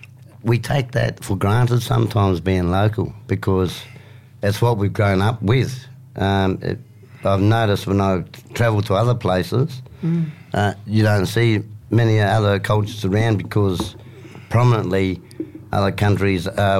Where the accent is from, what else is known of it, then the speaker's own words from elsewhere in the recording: Australia; being on our own country, being Australian